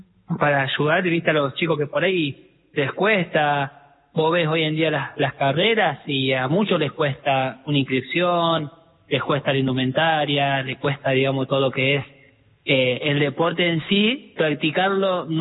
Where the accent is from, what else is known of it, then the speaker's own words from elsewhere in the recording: Córdoba, Argentina; bueno, yo soy de Córdoba